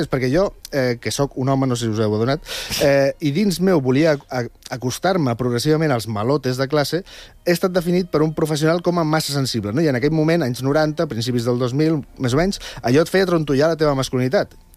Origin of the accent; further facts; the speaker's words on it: Viladecans, Catalonia, Spain; quan era per adolescent, a la meva escola de Viladecans